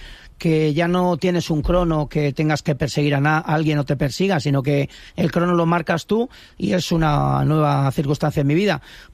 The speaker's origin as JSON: {"language": "Spanish", "town": "Íscar", "region": "Castile and León", "country": "Spain", "tie": "born or raised there"}